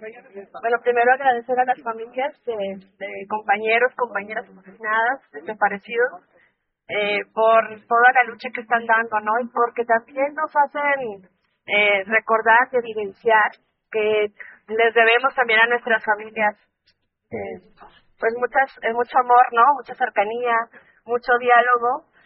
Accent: Chihuahua, Mexico; vengo del estado de Chihuahua.

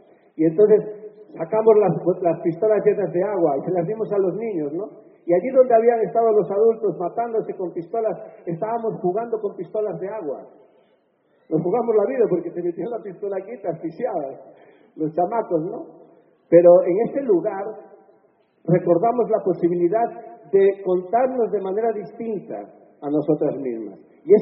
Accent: Galicia, Spain; Pero como soy gallego, y payaso, y hombre, o sea, las tengo todas

